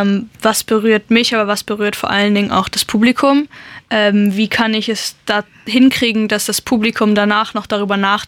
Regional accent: Luxembourg; moved away as an adult; now in Mainz, Germany; ich komme ja ursprünglich aus Luxemburg

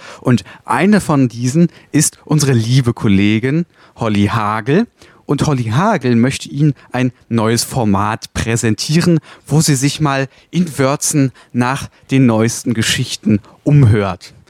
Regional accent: Bielefeld, North Rhine-Westphalia, Germany; moved away; Ich komme ja eigentlich aus Bielefeld und bin irgendwann hierher gezogen.

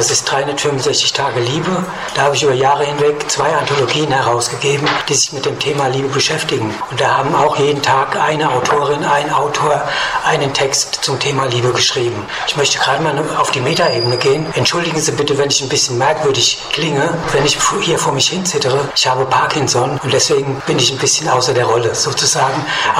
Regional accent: Bingen am Rhein, Rhineland-Palatinate, Germany; now in Niederheimbach, Germany; Aus Bingen am Rhein und bin dann in verschiedenen Stationen Deutschlands und Südamerikas gewesen, auch Israel, Indien und so weiter und so fort. Bin ziemlich in der Welt rumgekommen stellenweise und wohne jetzt in Niederheimbach am Rhein in einem schönen, wunderbaren Haus

